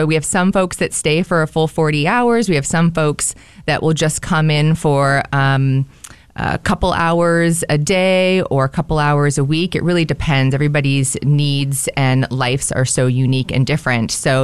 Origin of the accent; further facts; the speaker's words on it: Seattle, Washington, United States; moved away as an adult; now in Bellingham, United States; And though I was born and raised in Seattle, I've spent the last 20 years here in Bellingham.